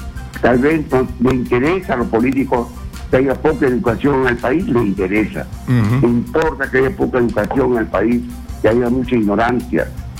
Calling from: Peru

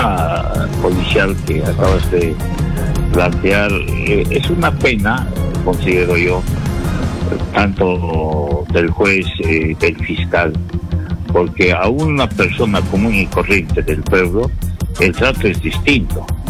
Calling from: Santa, Ancash, Peru; desde Santa.

